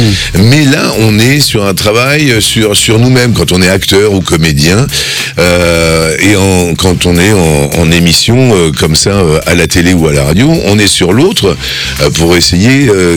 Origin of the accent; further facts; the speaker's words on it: South-West France, France; comme on dit chez nous dans le Sud-Ouest